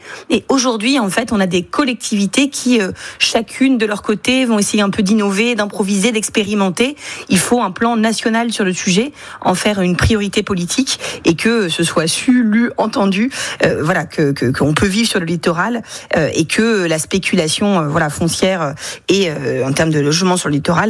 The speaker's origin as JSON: {"language": "French", "town": "Hénin-Beaumont", "region": "Hauts-de-France", "country": "France", "tie": "born or raised there", "moved": "yes", "said": "moi, je viens du bassin minier du Pas-de-Calais. Je me rappelle à Hénin-Beaumont, en CM2"}